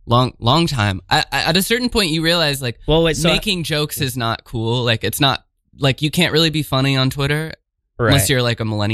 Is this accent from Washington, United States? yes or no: yes; Washington, United States; So, I grew up in Eastern Washington, mm-hmm. In a smallish town